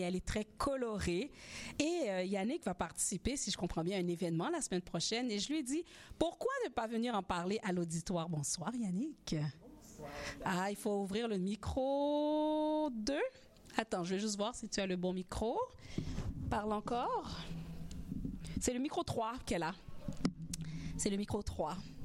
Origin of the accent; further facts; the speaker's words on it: Quebec, Canada; Et nous sommes Québécois aussi, hein?